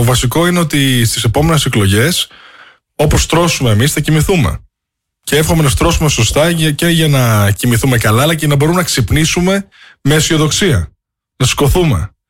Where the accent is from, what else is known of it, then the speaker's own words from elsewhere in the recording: Greece; also born or lived in United States; Είμαι εδώ επειδή αγαπώ την πατρίδα μου.